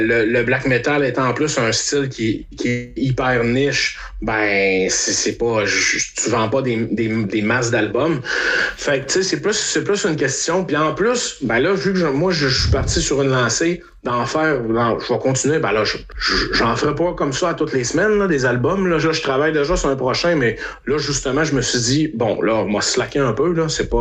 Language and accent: French; Quebec, Canada; first language French; ça ne doit pas être tout le monde qui va voir que je viens du Québec